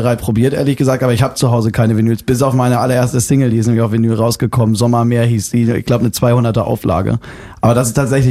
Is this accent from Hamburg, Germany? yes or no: yes; Hamburg, Germany; born there; now in Mecklenburg-Vorpommern, Germany; Ich bin in Hamburg geboren, aber wohne in MacPom. Direkt quasi am Meer.